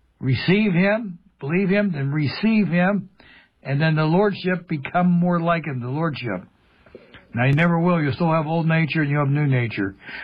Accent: Pennsylvania, United States; when I was growing up in Mercer County, we had a lot more than 108,000 people, 120,000, 130,000 people. We had a lot of mills and so forth.

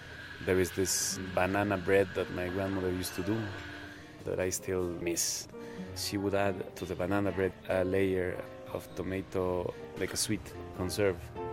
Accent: Guadalajara, Jalisco, Mexico; I'm from Guadalajara, and I'm an actor.

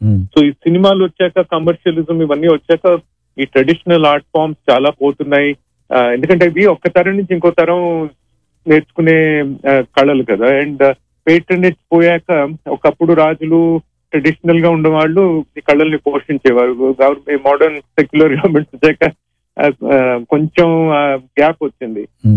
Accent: Hyderabad, Telangana, India; నేను చిన్నప్పుడు హైదరాబాద్ లో

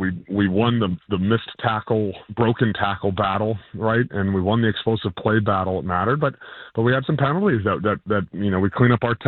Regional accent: Houston, Texas, United States; moved away as an adult; Like the hyphy movement, I was a kid from Houston, Texas. I had no idea what Bay Area

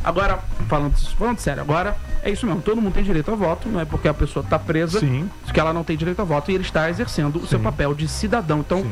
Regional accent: Argentina; Sou argentino. Já mostrei, inclusive, aqui minha tatuagem da Argentina.

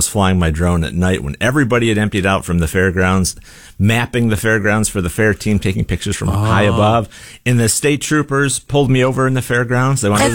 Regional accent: Syracuse, New York, United States

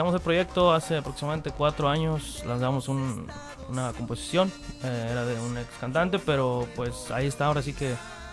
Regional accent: State of Mexico, Mexico; Nosotros somos originarios del Estado de México

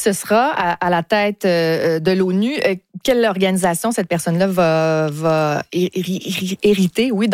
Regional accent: Canada; ici, chez nous, au Canada

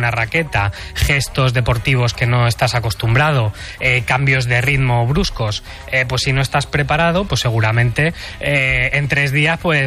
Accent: Plou, Aragon, Spain; pues yo ahora estoy en el pueblo, ahí en mi pueblo, en Teruel, que se llama Plou.

